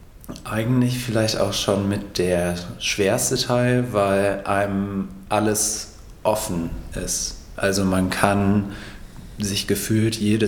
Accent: England, United Kingdom; now in Berlin, Germany; Ich bin in England aufgewachsen und ich bin in einem Einfamilienhaus aufgewachsen, was in England auch schon eher üblich ist.

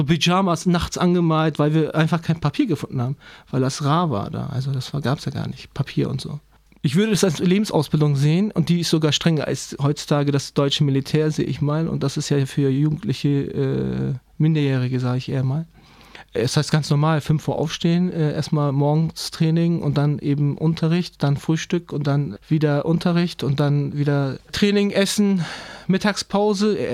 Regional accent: Turkey; now in Germany; Türkischen Pass habe ich immer noch, habe ich es immer noch nicht abgegeben, weil ich, ist meine Heimat. Hier bin ich zu Hause, aber meine Heimat ist da.

